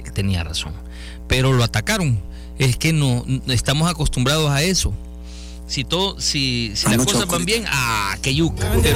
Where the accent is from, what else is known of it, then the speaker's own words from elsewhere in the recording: El Salvador; Porque soy salvadoreño.